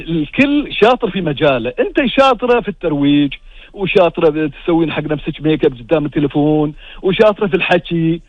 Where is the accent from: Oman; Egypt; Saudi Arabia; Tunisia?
Oman